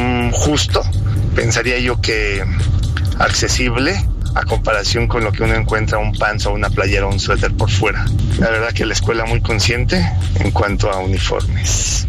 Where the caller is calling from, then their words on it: Tlalnepantla, State of Mexico, Mexico; de Tlanepantla, Ciudad de México